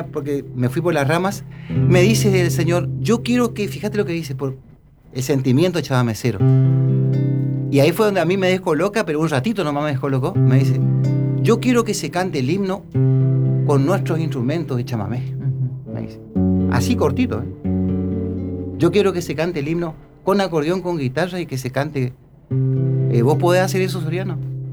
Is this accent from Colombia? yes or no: no; Corrientes, Argentina; nosotros estamos en Corrientes, tenemos que defender nuestra cultura, tenemos que tener nuestra identidad.